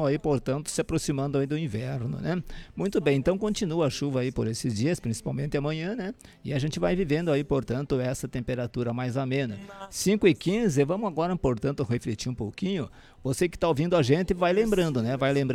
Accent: Brazil; Nós somos brasileiros aí

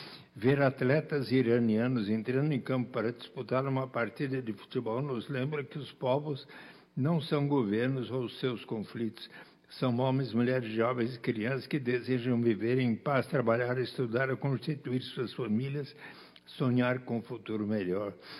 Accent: Brazil; E como brasileiros e brasileiros apaixonados pelo futebol

